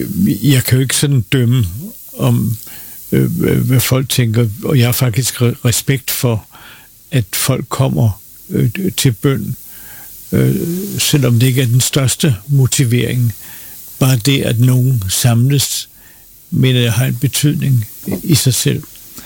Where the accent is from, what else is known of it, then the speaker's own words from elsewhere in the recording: Copenhagen, Capital Region of Denmark, Denmark; now in Bornholm, Denmark; Jeg voksede op på Utterslev Torv i København og gik i Bellerhøjskole.